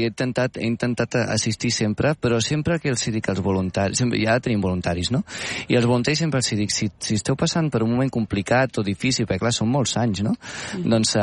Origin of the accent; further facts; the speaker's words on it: Barcelona, Catalonia, Spain; Sí, jo sóc de Sant Andreu.